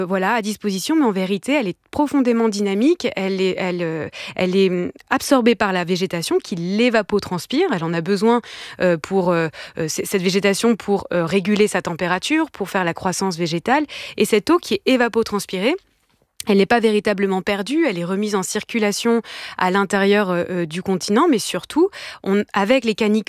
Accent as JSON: {"language": "French", "region": "Auvergne-Rhône-Alpes", "country": "France", "said": "Je viens des régions de Savoie"}